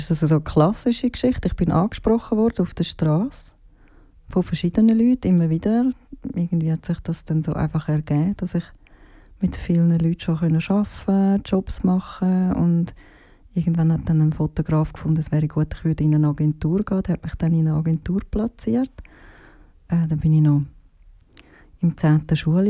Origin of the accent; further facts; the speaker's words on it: Bülach, Zurich, Switzerland; Also ich bin in Bülach geboren. Genau. Und ja, habe lange dort gelebt, bin dort aufgewachsen, bis als Jugendliche. Dann habe ich die Schule gewechselt, bin auf Zürich gekommen